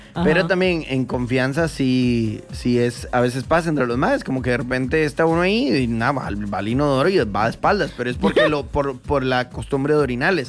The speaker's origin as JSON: {"language": "Spanish", "country": "Costa Rica", "said": "Y nosotros los ticos a veces correteamos mucho las palabras."}